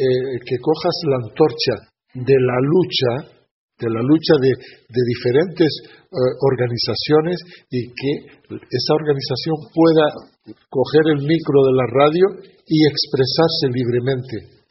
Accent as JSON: {"language": "Spanish", "country": "Western Sahara", "moved": "yes", "lives_now": "Canary Islands, Spain", "said": "soy saharaui, no soy un periodista extranjero"}